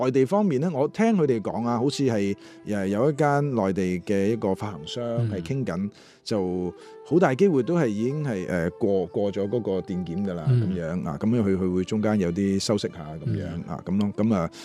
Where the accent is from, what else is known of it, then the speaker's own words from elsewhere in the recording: Macau; 我本身係雖然澳門人啫